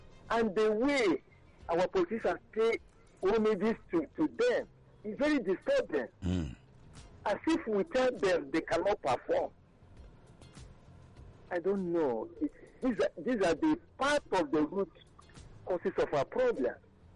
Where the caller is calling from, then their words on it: Edo, Nigeria; I'm calling from Edo.